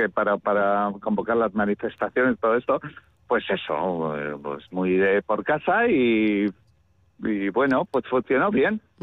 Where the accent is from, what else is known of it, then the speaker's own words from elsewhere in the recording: Basque Country, Spain; somos vascos y lo llevamos en la sangre y nunca vamos a decir que no somos euskaldunes ni somos de este país